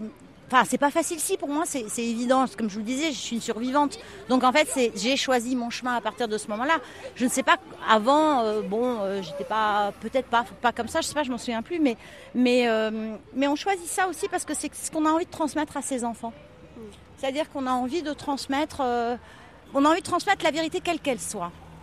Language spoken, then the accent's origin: French; Nice, Provence-Alpes-Côte d'Azur, France; born there; also born or lived in Göttingen; On était à Göttingen et elle était partie sur Nice, là où étaient ses parents, et je suis née à Nice pour ça.